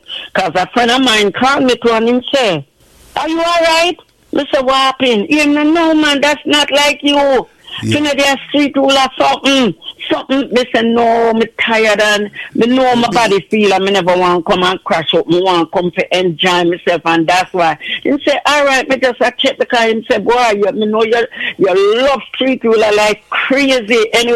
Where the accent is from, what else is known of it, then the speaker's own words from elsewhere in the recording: Jamaica; We as Jamaican, we have to learn to live good with our one another.